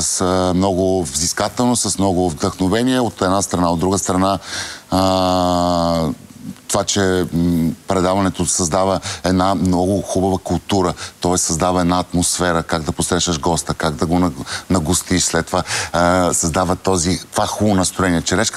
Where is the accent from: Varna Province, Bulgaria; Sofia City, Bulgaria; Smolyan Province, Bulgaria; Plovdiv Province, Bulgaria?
Sofia City, Bulgaria; Sofia; Аз съм софиянец, роден съм тук, моята баба е родена тук